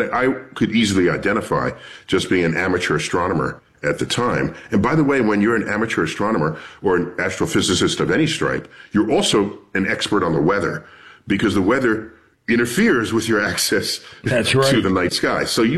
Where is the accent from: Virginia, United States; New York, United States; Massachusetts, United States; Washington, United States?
New York, United States; New York City; Born and raised in New York City, that would be the Hayden Planetarium, where I now serve as director.